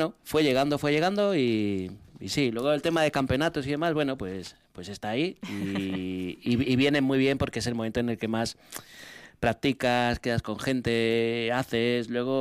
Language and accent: Spanish; Andalusia, Spain; now in Basque Country, Spain; Y yo soy muy de mi tierra, soy andaluz.